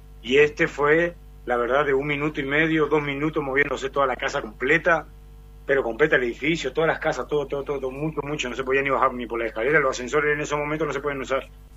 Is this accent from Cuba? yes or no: no; Paraná, Entre Ríos, Argentina; now in Medellín, Colombia; Bueno, ya vivo acá en Medellín hace 10 años. La verdad salí como mochilero de Paraná a conocer Latinoamérica y me encantó.